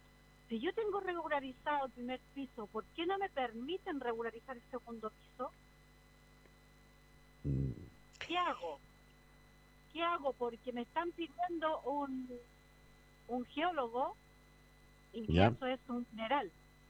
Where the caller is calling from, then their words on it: Quilpué, Valparaíso, Chile; desde Quilpué.